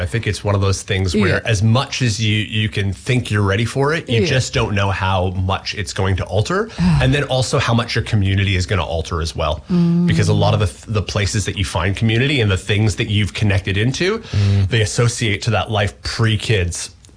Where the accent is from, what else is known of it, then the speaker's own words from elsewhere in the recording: Canada; moved away as an adult; now in Taranaki, New Zealand; So I am originally from Canada. Always assume Canadian.